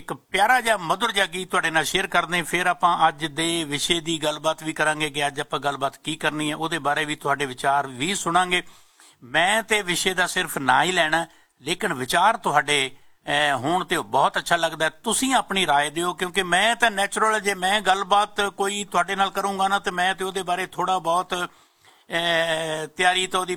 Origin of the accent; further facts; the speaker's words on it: Punjab, India; ਅਸੀਂ ਪੰਜਾਬ ਤੋਂ ਆਏ ਹਾਂ ਤੇ 13,000-14,000 ਕਿਲੋਮੀਟਰ ਦੀ ਦੂਰੀ ਤੇ ਬੈਠੇ ਹਾਂ। ਅਸੀਂ ਆਪਣੇ ਪੰਜਾਬੀ ਕਲਚਰ ਨੂੰ, ਪੰਜਾਬੀ ਸੱਭਿਆਚਾਰ ਨੂੰ, ਪੰਜਾਬੀ ਮਾਂ ਬੋਲੀ ਨੂੰ ਵੀ ਨਾਲ ਹੀ ਲੈ ਕੇ ਆਏ ਹਾਂ।